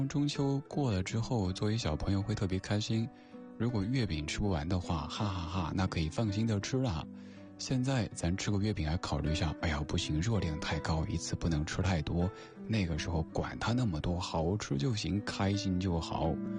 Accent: Chengdu, Sichuan, China; 在我家乡成都，

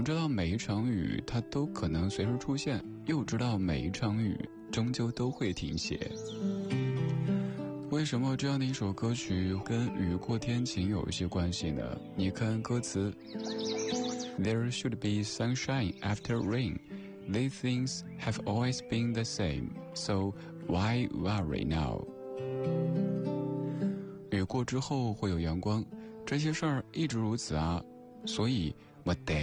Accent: Sichuan, China; accent: Sichuanese; 用我家乡话四川话来说更有感觉

